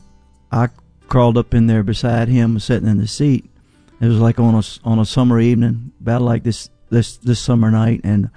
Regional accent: Nelson County, Virginia, United States; growing up in Nelson County, Virginia, and those 50s, 60s, 70s

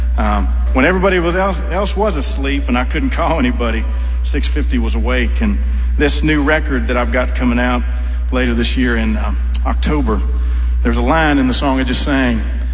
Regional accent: Dayton, Ohio, United States; I come from Dayton, Ohio, around Dayton, Ohio. I'll shout out Selma, Ohio, from the Grand Ole Opry stage.

